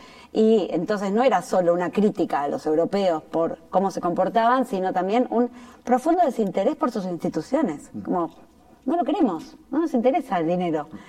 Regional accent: Argentina; yo soy argentina, vengo de un país colonizado

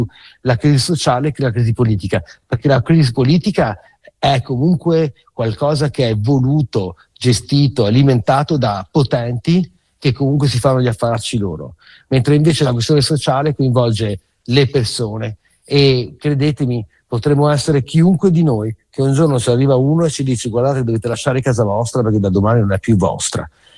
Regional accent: Lebanon; noi siamo di Libano, non stiamo a parlare mai

